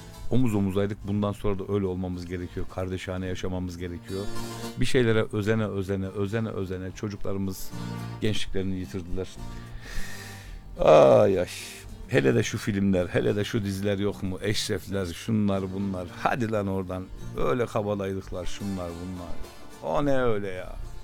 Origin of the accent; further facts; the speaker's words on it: Ankara, Turkey; Kaldığım dönemde 8 yıl İstanbul'da kaldım. Bize uymaz abi. Biz Ankara'da yetişmişiz burada. Benim muhitimde, benim yaşadığım yerde başkaydı her şey.